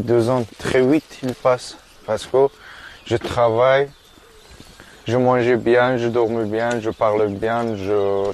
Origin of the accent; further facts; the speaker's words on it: Afghanistan; French is a second language; moved away as an adult; now in France; Je viens d'Afghanistan. J'ai 24 ans. J'habite à France, ça fait depuis 2 ans.